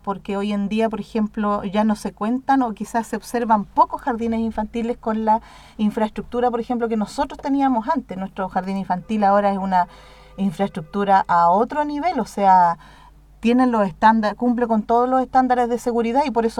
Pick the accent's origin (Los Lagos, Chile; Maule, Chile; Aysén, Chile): Maule, Chile; Cauquenes; Bueno, yo personalmente soy de aquí de Cauquenes, nacida y criada en Cauquenes. Me fui a estudiar, volví